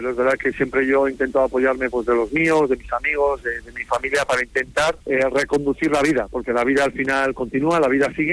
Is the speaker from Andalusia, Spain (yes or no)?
no; Los Corrales de Buelna, Cantabria, Spain; Sí, eso es. Nací en Torrelavega y rápidamente fui a los Corrales de Buelna, cuna del balonmano también.